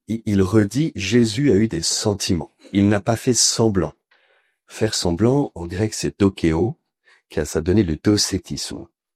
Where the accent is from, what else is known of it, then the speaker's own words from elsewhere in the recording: France; parce qu'on est français